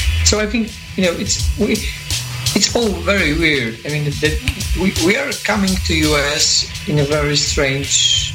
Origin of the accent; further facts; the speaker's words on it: Gdańsk, Pomeranian Voivodeship, Poland; we are from Central Europe, Central Eastern Europe, from Poland. We are from Gdańsk, in the city of. Of Gdańsk is a city in the north of Poland by the Baltic Sea.